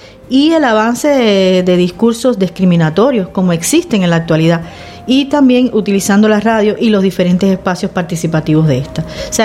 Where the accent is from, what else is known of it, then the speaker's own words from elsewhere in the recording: Cuba; moved away as an adult; now in Las Palmas de Gran Canaria, Spain; soy cubana, que en Cuba hacía periodismo y periodismo en la radio